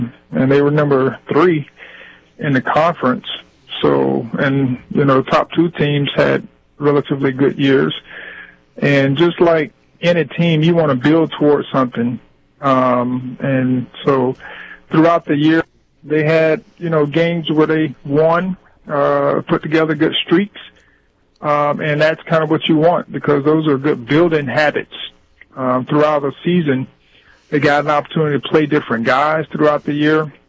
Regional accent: Thomasville, Georgia, United States; I'm from Thomasville, Georgia.

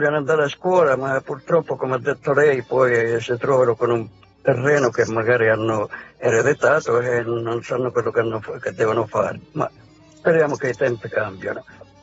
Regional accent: Cosoleto, Calabria, Italy; noi abbiamo l'Aspromonte nella zona mia di Cosoleto, io vengo ai piedi dell'Aspromonte

